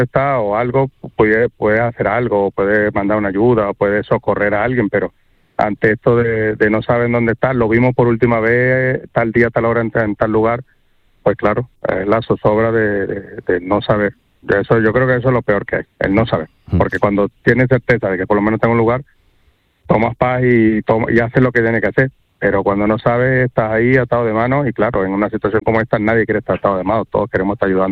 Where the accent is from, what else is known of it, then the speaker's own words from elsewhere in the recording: Caracas, Capital District, Venezuela; now in Málaga, Spain; Yo soy de Caracas, y allí, por ejemplo, en la zona donde yo vivía, en El Paraíso